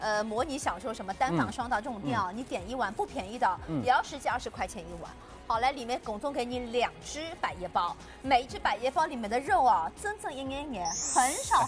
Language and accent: Chinese; Shanghai, China; 我们上海人